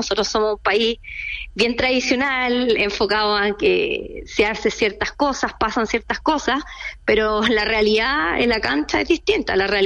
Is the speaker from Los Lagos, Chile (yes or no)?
yes; Puerto Montt, Los Lagos, Chile; moved away as an adult; also born or lived in Temuco / Argentina; now in Santiago, Chile; Soy de Puerto Montt, nací allá, estudié en Temuco, después estudié en Argentina, llegué a Santiago a los 22 años conociendo a nadie